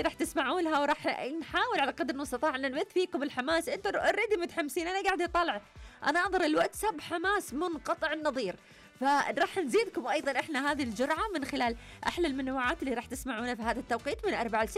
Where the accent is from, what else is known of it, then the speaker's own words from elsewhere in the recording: Saudi Arabia; إحنا كسعوديين فرحنا،